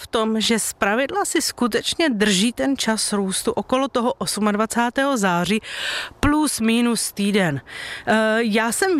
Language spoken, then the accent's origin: Czech; Pardubice, Pardubice Region, Czechia; jsme z Pardubic